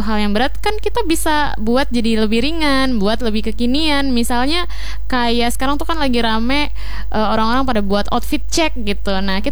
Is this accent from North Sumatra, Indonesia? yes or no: no; Central Kalimantan, Indonesia; Kebetulan kita emang isinya orang-orang asli Kalteng gitu. Jadi kita kalau bercanda, kalau ngobrol, chat-chatan juga masih pakai bahasa Dayak. Pun kalau … pribadi di rumah, pakai bahasa Dayak juga.